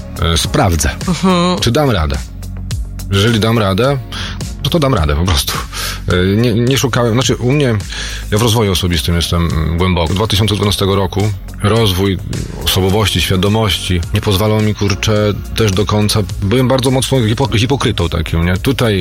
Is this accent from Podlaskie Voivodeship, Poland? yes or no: yes; Białystok, Podlaskie Voivodeship, Poland; ja z Białegostoku jeszcze jestem.